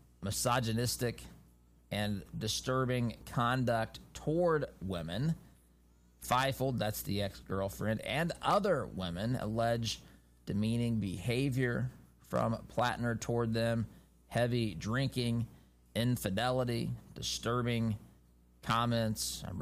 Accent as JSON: {"language": "English", "town": "Baltimore", "region": "Maryland", "country": "United States", "said": "I like the other team. I'm from Baltimore."}